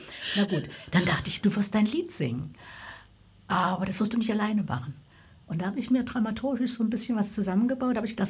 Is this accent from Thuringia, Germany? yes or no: yes; Eisenach, Thuringia, Germany; Bis zum 17. Lebensjahr bin ich hier in der Kneipe groß geworden, geselliger Typ.